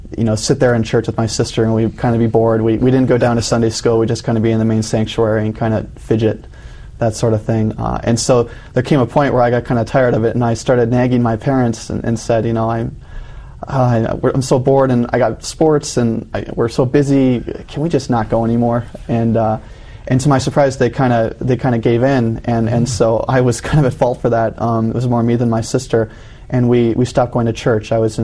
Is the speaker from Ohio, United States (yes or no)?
no; Minnesota, United States; also born or lived in Upper Peninsula, Michigan; And when I was about five, we were living in the upper peninsula of Michigan, and we moved to Minnesota. And that's where I grew up, pretty much, was in Minnesota.